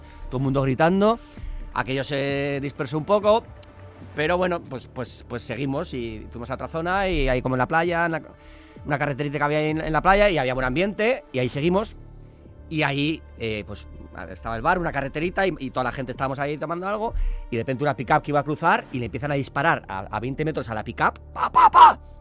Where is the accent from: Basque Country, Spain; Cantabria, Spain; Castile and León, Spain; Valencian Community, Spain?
Basque Country, Spain; San Sebastián